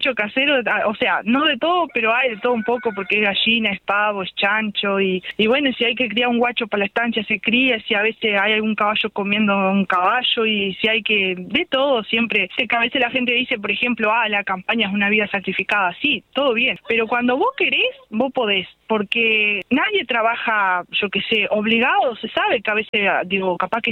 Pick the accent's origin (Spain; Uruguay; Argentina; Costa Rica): Uruguay; Cerro Largo; also born or lived in Melo, Uruguay; Yo nací para acá, para el lado de Caraguatá nomás. Yo nací, o sea, nací en Melo, pero digo, me crié acá en Rincón de Pereira en realidad.